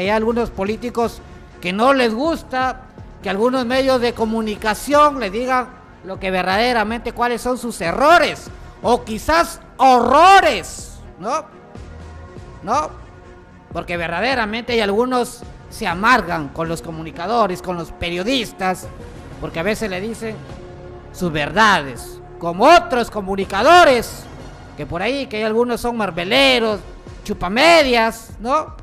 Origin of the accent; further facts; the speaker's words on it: Peru; estamos en el Perú